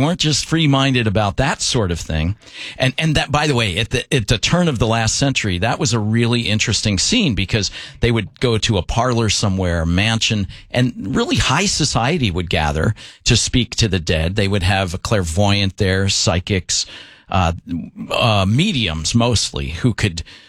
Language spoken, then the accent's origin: English; Ohio, United States; born there; Bad things happen in Ohio. I was born in Ohio.